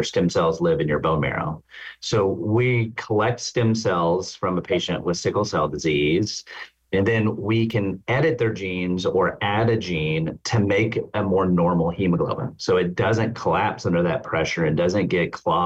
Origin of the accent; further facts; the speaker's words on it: Arkansas, United States; So I grew up very rural in the Ozark Mountains of Arkansas.